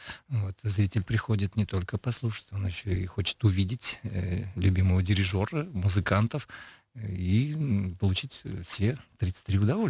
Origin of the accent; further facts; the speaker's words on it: Pokhvistnevo, Samara Oblast, Russia; Мы сами тоже не столичные ребята, да, я из Похвистнего родом